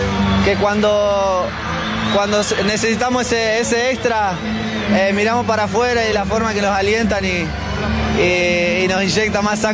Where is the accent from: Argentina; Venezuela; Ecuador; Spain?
Argentina; San Lorenzo; moved away; a la gente de mi pueblo, de San Lorenzo